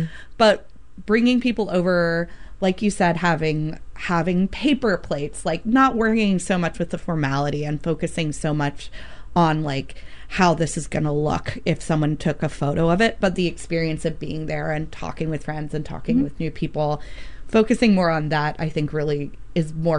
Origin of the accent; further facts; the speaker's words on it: Alabama, United States; So I grew up in the South, in Alabama, where everyone is constantly being like, you have to come over for tea.